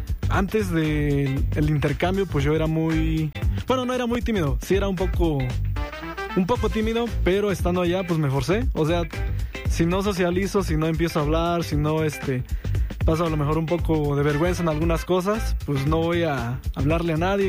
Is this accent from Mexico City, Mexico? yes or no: no; Oaxaca, Mexico; first language Spanish; yo soy de Oaxaca y siempre voy a hablar de mi estado